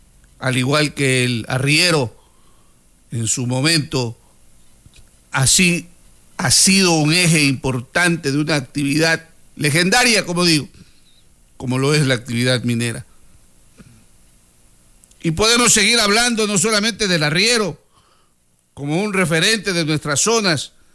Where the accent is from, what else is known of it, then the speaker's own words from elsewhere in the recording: Zaruma, El Oro, Ecuador; moved away; siempre me sentí con el pecho hinchado de orgullo de ser Chazo, de ser sarumeño, de ser orense, de no negar mi tierra.